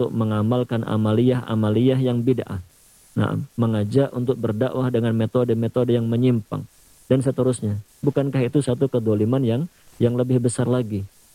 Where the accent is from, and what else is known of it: Indonesia